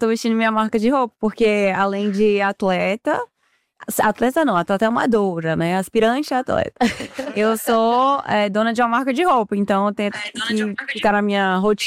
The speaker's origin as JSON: {"language": "Portuguese", "region": "São Paulo", "country": "Brazil", "tie": "born there", "also_born_or_lived": "Recife", "said": "porque eu morava aqui em São Paulo, eu nasci aqui em São Paulo. E aí, aqui em São Paulo, comecei na ginástica olímpica. Aí me mudei pra Recife, porque meus pais se mudaram por conta de trabalho."}